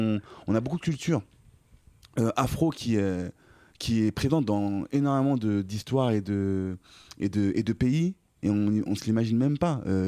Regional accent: France; Oui, ça va. Je suis français aussi, donc ça va.

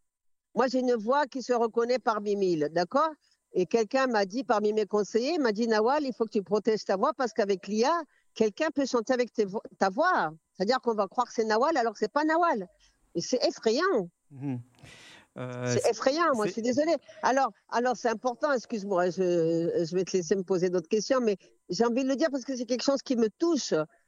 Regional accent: France; ça correspond un peu à mon histoire, à moi en tant que Comorienne qui ai grandi en France, qui ai voyagé dans le monde entier

